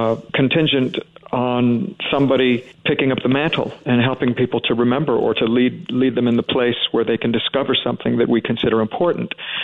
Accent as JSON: {"language": "English", "town": "Columbus", "region": "Ohio", "country": "United States", "moved": "as an adult", "lives_now": "California, United States", "said": "I moved to California from Columbus, Ohio, when I was 20 years old in 1976"}